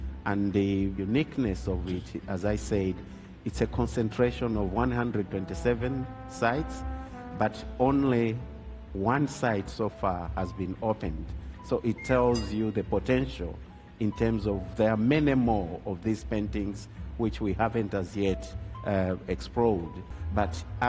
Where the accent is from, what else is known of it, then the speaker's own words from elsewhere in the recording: Malawi; English is a second language; now in China; Definitely everybody I've asked or people I've told I'm from Malawi here in China, they've asked me about the lake.